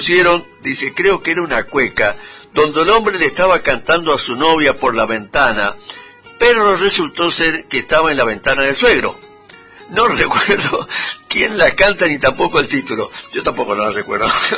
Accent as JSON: {"language": "Spanish", "area": "Cuadro Nacional", "region": "Mendoza", "country": "Argentina", "said": "yo soy de Cuadro Nacional, mi gente, por allá está todos mis parientes."}